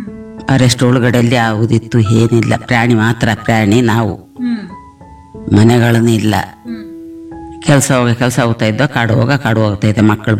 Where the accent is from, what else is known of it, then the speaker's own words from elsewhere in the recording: Nagarahole, Karnataka, India; ನಮ್ದು ಊರು ನಾಗರಹೊಳೆ ಗೋಣಿಗದ್ದೆ, ನಮ್ಮ ಊರು ಫಾರೆಸ್ಟ್ ಒಳಗಡೆ.